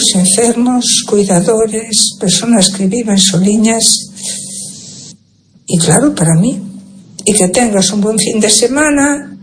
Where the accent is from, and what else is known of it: A Coruña, Galicia, Spain